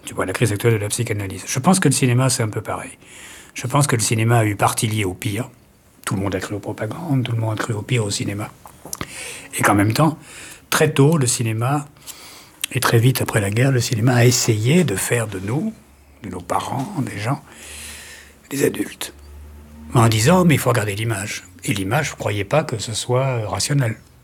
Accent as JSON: {"language": "French", "town": "Paris", "region": "Île-de-France", "country": "France", "tie": "born there", "said": "Moi, je suis né à Paris. Moi, tout mon imaginaire, toutes mes émotions, mon ancrage, moi qui ne crois pas à la terre, qui ne crois pas aux racines et qui trouve que c'est des conneries, tout ça."}